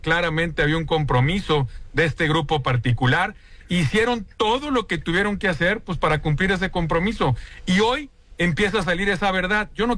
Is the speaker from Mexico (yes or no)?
yes; Sinaloa, Mexico; Joaquín, yo soy nacido sinaloense, mi esposa, mis hijos, mis papás, mi hermana, toda mi vida la he pasado en Sinaloa.